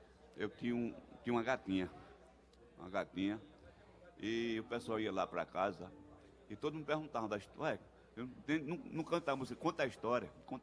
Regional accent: Caruaru, Pernambuco, Brazil; now in Recife, Brazil; Eu sou de Caruaru.

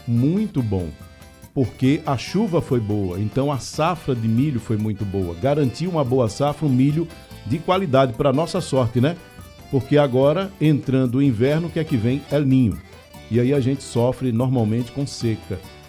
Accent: Brazil; em Ouro Preto, né? Onde eu cresci

